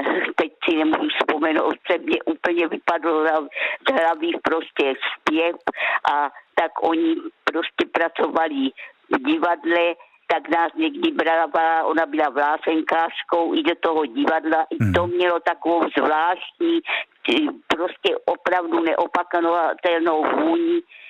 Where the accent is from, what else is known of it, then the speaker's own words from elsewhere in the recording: Rohatec, South Moravian Region, Czechia; born there; Narodila jsem se v Rohací u Hodonína